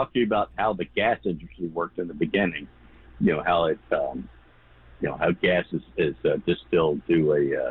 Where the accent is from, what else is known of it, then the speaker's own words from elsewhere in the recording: San Antonio, Texas, United States; I grew up in Castle Hills, about 5 minutes from your shop.